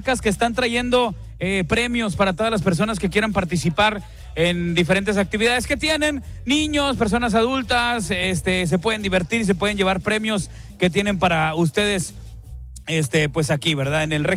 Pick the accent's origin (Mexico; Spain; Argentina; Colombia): Mexico; Que siga como buenos mexicanos, siempre atendemos a todos al 100%, ¿no?